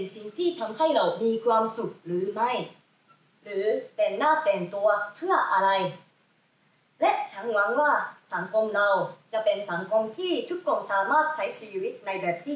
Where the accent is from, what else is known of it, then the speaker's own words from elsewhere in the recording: Japan; พวกเราคนญี่ปุ่น